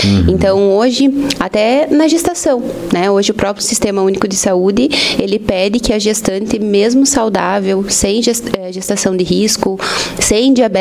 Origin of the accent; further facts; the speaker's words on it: Lebon Régis, Santa Catarina, Brazil; moved away as an adult; also born or lived in Videira; now in Salto Veloso, Brazil; eu sou filha desta terra, eu nasci aqui em Videira, porém, a minha vida inteira eu morei em Lebon Régis, que é onde os meus pais, as minhas irmãs, minha família, né, moram, uhum, lá. Uhum. E hoje eu moro em Salto Veloso